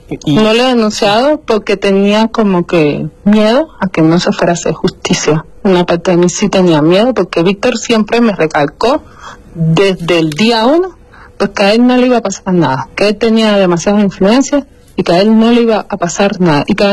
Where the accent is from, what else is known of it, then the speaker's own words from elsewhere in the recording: Cuba; Yo soy de origen cubano.